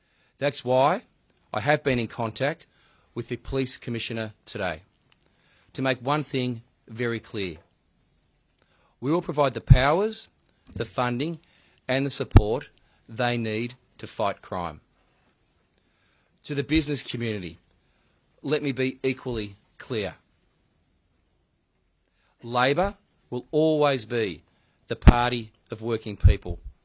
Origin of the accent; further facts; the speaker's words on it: Airport West, Victoria, Australia; My first job was at Kmart down the road from where I lived, where I grew up in Airport West.